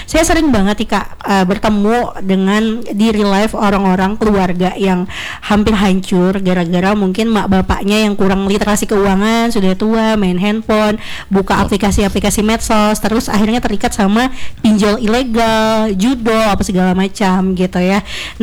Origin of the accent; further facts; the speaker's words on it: Banjarmasin, South Kalimantan, Indonesia; Tapi fun fact, saya asli Banjarmasin tapi muka saya kayak orang Dayak, Kak.